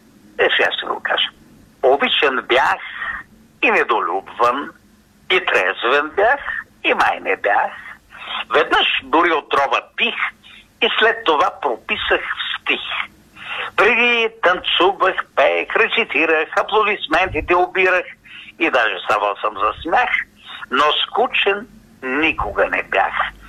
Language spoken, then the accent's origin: Bulgarian; Varna, Varna Province, Bulgaria; also born or lived in Dalgopol / Sofia; аз съм роден в Дългопол до Варна, но пък съм израсъл и съм живял тук преди, но даже сега съм там в момента, зимата съм повече в София. Значи аз се движа между София, Варна и Дългопол